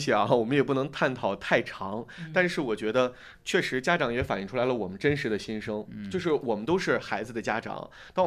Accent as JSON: {"language": "Chinese", "region": "Hebei", "country": "China", "said": "就是咱们河北人都这么爱学习吗？"}